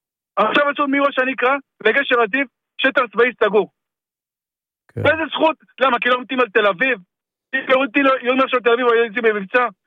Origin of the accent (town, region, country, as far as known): Nahariya, Northern District, Israel; born there